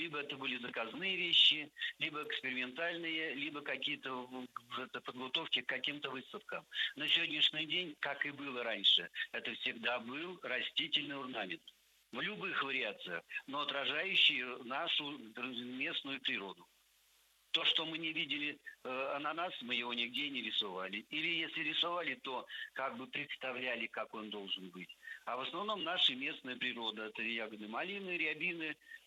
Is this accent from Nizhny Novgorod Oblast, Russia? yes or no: yes; Nizhny Novgorod Oblast, Russia; born there; Я уже стал на уроках хохландской росписи, которые практиковались в Семинской средней школе